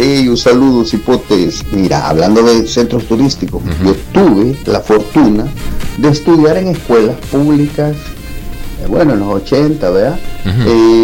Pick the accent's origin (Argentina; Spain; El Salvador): El Salvador; San Salvador; yo soy de barrio, yo soy de Zanzíbar, ahí por donde estaba mencionando ustedes, ahí el Zurita, La Vega, barrio Lourdes, sí, San Esteban, claro, ¿no? Que es el casco urbano, pues.